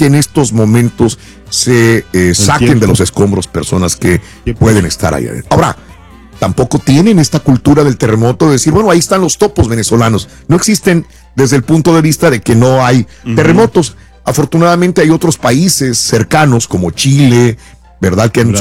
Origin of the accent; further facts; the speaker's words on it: Mexico; disfrutamos los mexicanos